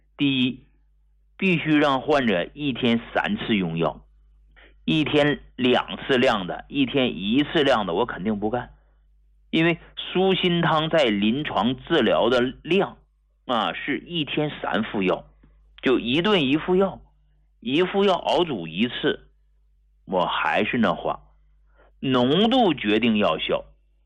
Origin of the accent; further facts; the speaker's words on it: Hegang, Heilongjiang, China; moved away as an adult; also born or lived in Harbin; now in Beijing, China; 我是从黑龙江鹤岗工农区农村走出来的